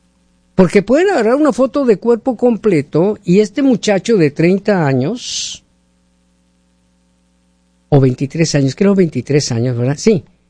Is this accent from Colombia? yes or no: no; Mexico; moved away; Yo soy de México, y yo empecé en la música cuando tenía 13, 14 años ya, ¿no? ¿Y qué crees? No sabíamos nada de inglés